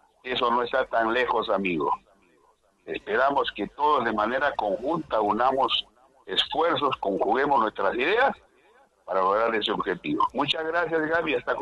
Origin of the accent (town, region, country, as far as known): Peru